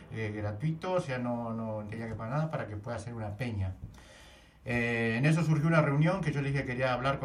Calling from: Quequén, Buenos Aires Province, Argentina; yo vivo en Quequén, uh-huh. En la 529

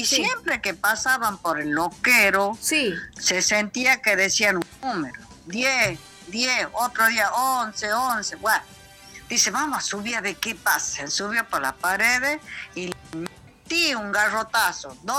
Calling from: San Pablo, Tucumán, Argentina; de San Pablo.

